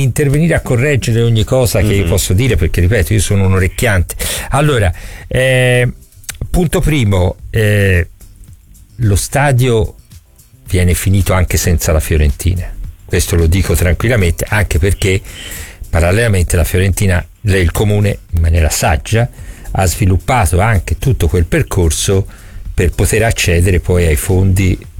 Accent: Florence, Tuscany, Italy; Ragazzi, io sono fiorentino, ci mancherebbe altro.

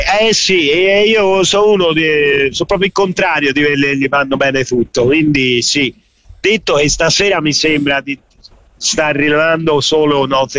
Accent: Florence, Tuscany, Italy; Io vengo da Coverciano.

